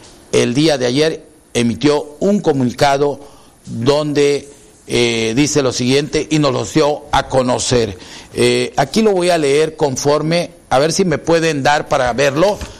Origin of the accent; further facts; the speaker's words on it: Chiapas, Mexico; bendiga a mi tierra de Chiapas